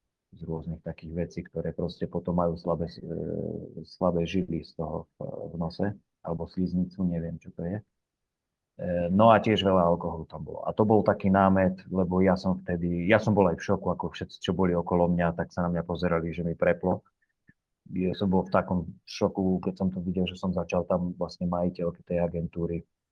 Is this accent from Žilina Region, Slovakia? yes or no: yes; Martin, Žilina Region, Slovakia; moved away as an adult; also born or lived in Cyprus; no pochádzam z Martina, tam som sa narodil, tam som pôsobil, tancoval, až kým som išiel na vojnu, a po vojne som začal cestovať po rôznych krajinách a potom som začal tancovať v rôznych krajinách.